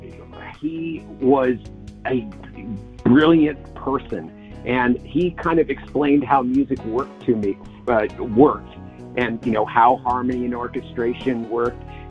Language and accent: English; Seattle, Washington, United States; I'm originally from Seattle